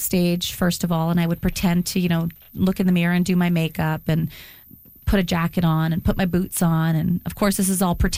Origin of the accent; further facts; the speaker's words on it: Dauphin, Manitoba, Canada; I grew up in Dauphin, like I said, where we only had one radio station. It was 730 CKDM.